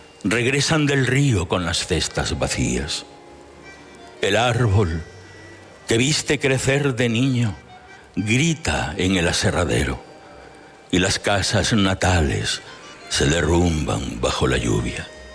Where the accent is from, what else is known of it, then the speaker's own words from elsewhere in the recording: Villafranca, Spain; un poema que escribí en mi pueblo, en Villafranca